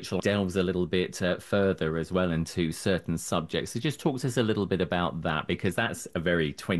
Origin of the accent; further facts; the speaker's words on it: United Kingdom; As a British person